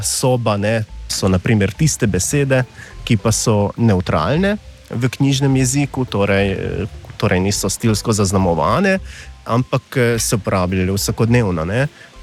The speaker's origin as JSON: {"language": "Slovenian", "country": "Hungary", "second_language": "Slovenian"}